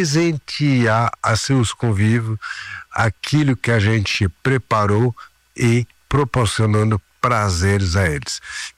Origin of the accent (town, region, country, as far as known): Paris, Île-de-France, France; born or raised there; Portuguese is a second language; moved away as an adult; now in São Paulo, Brazil